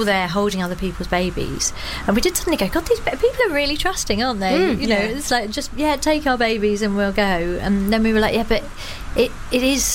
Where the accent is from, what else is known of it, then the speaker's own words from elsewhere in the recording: London, United Kingdom; going on stage and saying, oh, I'm from London, or, you know, being in any way a southerner was bad.